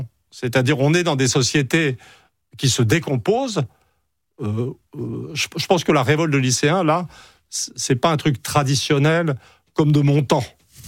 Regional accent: France; je suis un Français et rien d'autre, et un occidental.

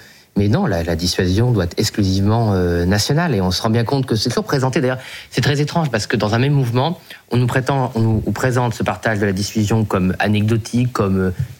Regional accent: France; J'avais dit je suis français.

